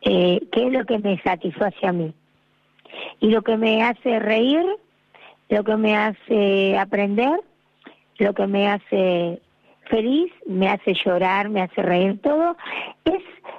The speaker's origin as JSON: {"language": "Spanish", "country": "Argentina", "also_born_or_lived": "Ibiza", "moved": "yes", "said": "somos dos argentinas, mi jefa y yo la vendedora."}